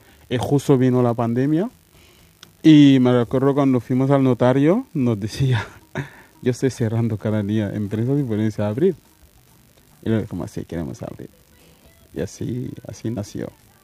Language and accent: Catalan; Casamance, Senegal; Catalan is a second language; Jo soc del Casamàs.